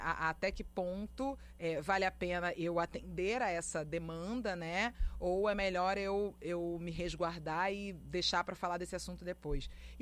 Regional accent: Rio de Janeiro, Brazil

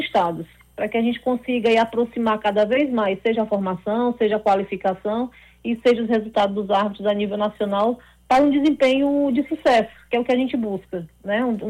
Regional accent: Ceará, Brazil; born there; agora poder estar fazendo isso em prol da arbitragem cearense, que foi de onde eu nasci.

